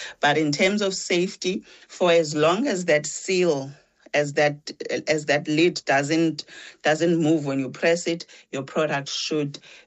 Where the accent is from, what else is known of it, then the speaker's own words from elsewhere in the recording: Eastern Cape, South Africa; moved away as an adult; now in Cape Town, South Africa; I was born in the Eastern Cape, raised in a self-sufficient home. So I moved to Cape Town about 20 years ago.